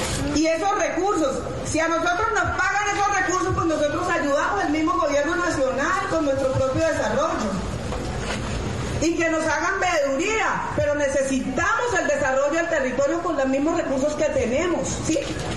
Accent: Buenaventura, Valle del Cauca, Colombia

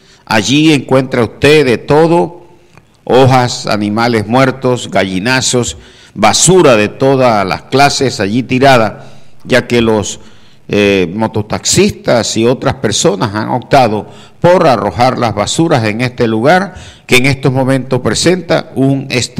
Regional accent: San Juan del Cesar, La Guajira, Colombia; Hoy está de fiesta mi pueblo

